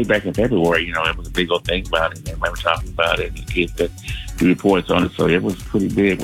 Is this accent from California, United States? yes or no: yes; Compton, California, United States; also born or lived in Los Angeles; born and raised, I was born in Los Angeles, but I was raised in Compton.